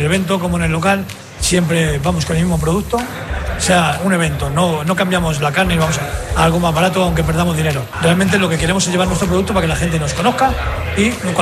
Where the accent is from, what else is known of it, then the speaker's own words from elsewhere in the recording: Torrejón de Ardoz, Community of Madrid, Spain; hasta que hemos llegado aquí, donde me crié, en Torrejón.